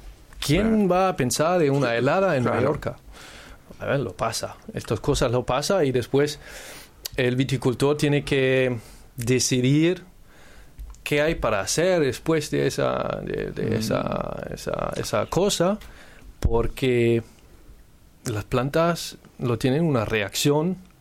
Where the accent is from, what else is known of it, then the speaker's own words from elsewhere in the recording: Northern Germany, Germany; Spanish is a second language; Soy de Alemania, soy del norte de Alemania, no hay mucha viticultura ahí.